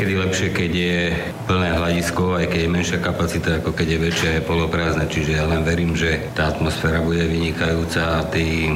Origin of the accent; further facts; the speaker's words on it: Košice, Košice Region, Slovakia; now in Bratislava, Slovakia; jednak som sa tu narodil, pochádzam z Košic, aj vždy budem Košičan, aj keď už dlhé roky žijem v Bratislave